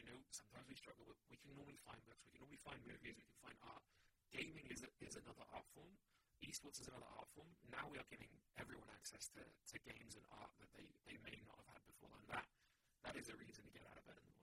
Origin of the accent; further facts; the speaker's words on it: England, United Kingdom; accent: English; moved away as an adult; now in Florida, United States; as you can tell by my accent, I'm English. I don't survive down in the South. It's far too humid for me.